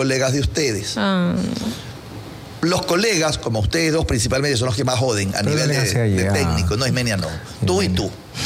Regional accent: Ecuador; Porque somos ecuatorianos

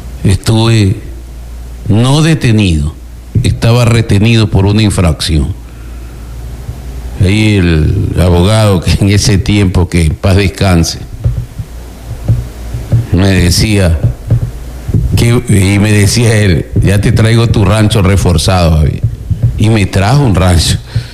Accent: Manabí, Ecuador; moved away; yo soy de Juntas del Pacífico, y lo digo sin ningún empacho. Y lo reconozco. Yo siempre añoro mi tierra y voy.

